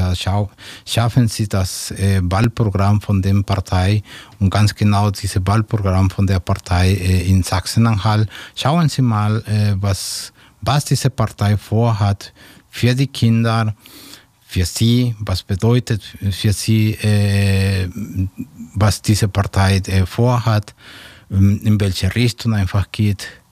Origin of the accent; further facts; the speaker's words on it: Mexico; German is a second language; moved away as an adult; now in Leipzig, Germany; ich komme aus Mexiko. Ich wohne in Leipzig seit ein paar Jahren